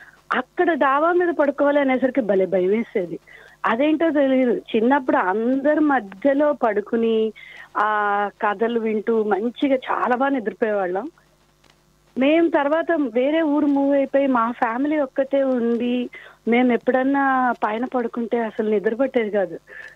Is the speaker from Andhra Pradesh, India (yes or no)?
yes; Vijayawada, Andhra Pradesh, India; మేము కూడాను చిన్నప్పుడు విజయవాడలో చాలా పెద్ద ఫ్యామిలీ మాది కూడా అన్నమాట. బాబాయిలు, అత్త అందరూ ఒకటే ఇంట్లో ఉండేవాళ్ళం. మూడు అంతస్తుల మేడ అది.